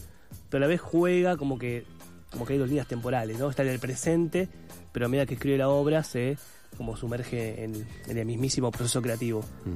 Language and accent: Spanish; Avellaneda, Buenos Aires Province, Argentina; Nosotros somos de Avellaneda, la obra se va a dar allá en Avellaneda.